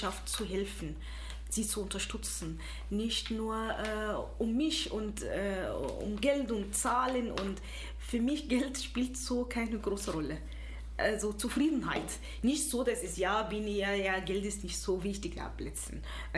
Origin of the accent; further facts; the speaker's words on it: Egypt; German is a second language; moved away as an adult; also born or lived in Tripoli, Libya; now in Schardenberg, Austria; in Ägypten also habe ich dann die Schule besucht und mein Papa eigentlich ist Ägypter, meine Mama ist aus Libyen, bis zum theoretisch 21 in Ägypten gelebt und dann habe ich meinen Mann kennengelernt und wegen der Liebe in Österreich gekommen. Mit 23, 2005.